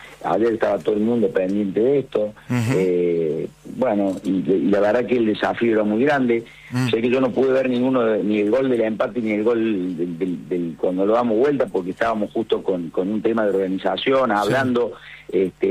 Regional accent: Córdoba, Argentina; y la verdad que eso a mí me llena de alegría como cordobés, y ojalá que a todos los cordobeses los llene también de alegría

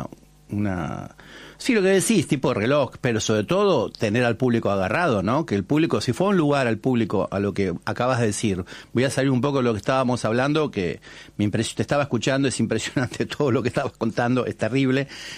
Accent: Buenos Aires, Argentina; Soy de San Cristóbal.

